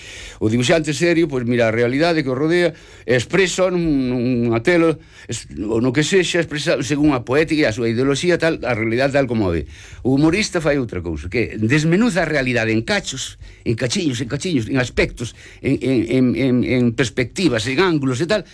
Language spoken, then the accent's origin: Galician; Ormo, Galicia, Spain; De dibuixar na terra, na aldea, na miña aldea de Ormo, dibuixábamos, eu e un primo meu